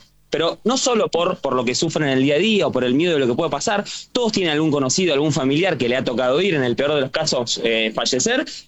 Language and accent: Spanish; Argentina; cuando le decís que sos argentino